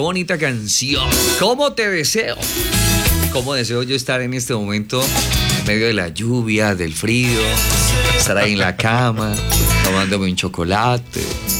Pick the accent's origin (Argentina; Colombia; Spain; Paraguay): Colombia; Santander; Y yo soy bien santandereano.